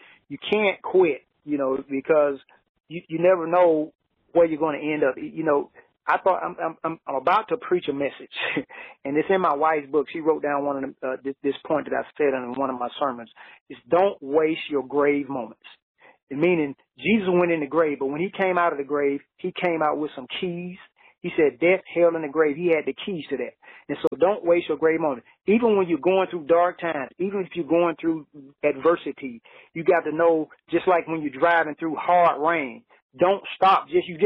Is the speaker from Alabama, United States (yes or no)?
yes; Cottage Grove, Alabama, United States; growing up in Cottage Grove, Alabama